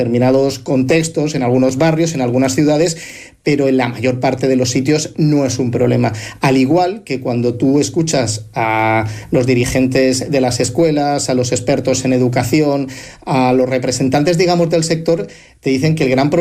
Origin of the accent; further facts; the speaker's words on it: Jumilla, Region of Murcia, Spain; Un nombre bonito, un poco raro en el pueblo donde yo me crié, en Jumilla, en los años 80.